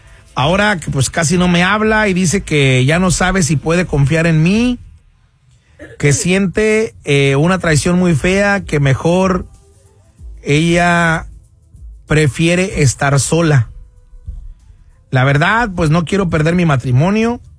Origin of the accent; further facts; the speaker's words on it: San Luis Potosí, Mexico; los escucho aquí en Del Valle, soy de San Luis Potosí.